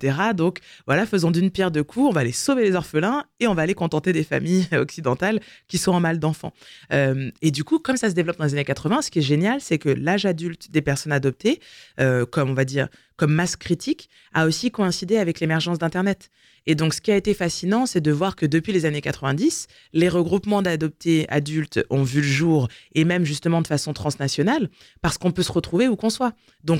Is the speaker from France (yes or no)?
yes; France; born there; moi je suis née en France